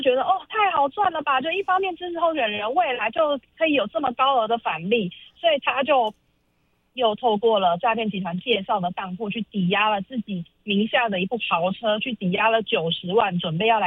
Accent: Taiwan; 就是因为就是我们台湾人太喜欢讨论政治议题了

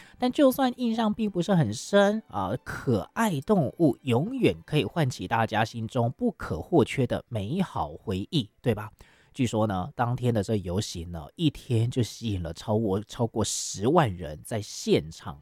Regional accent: Taipei, Taiwan; 身为台北人的我哈，

